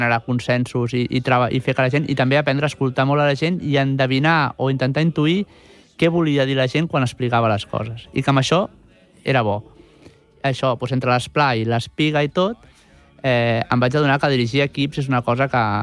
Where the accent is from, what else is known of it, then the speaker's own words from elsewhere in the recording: Barcelona, Catalonia, Spain; I ara jo faig molta més vida al meu barri de les Corts o baixo cap a Sants.